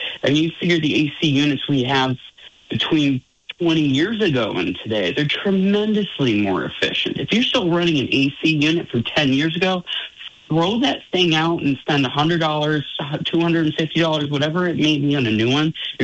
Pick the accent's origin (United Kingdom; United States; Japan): United States; as an American